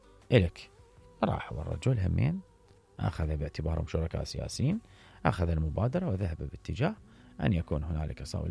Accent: Iraq; فإذن نحن كمواطن عراقي أنت ما عندك غير وحدة من الوحدة لو تصبر ما عندك

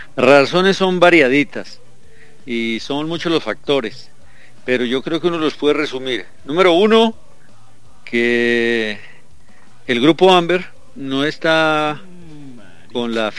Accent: Colombia

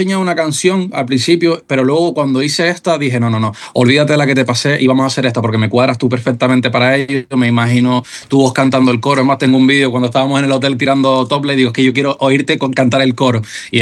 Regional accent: Andalusia, Spain; born there; moved away; also born or lived in Málaga; yo nací en Andalucía

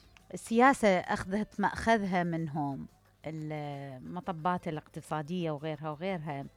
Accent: Iraq; ايه احنا كعراقيين تحديدا، يمكن الشعوب العربية بعضها مثلنا

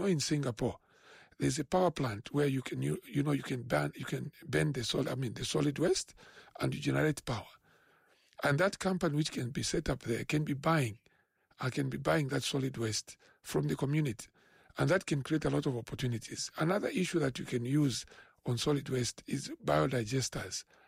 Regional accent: Lusaka, Lusaka Province, Zambia; I grew up in Chawama.

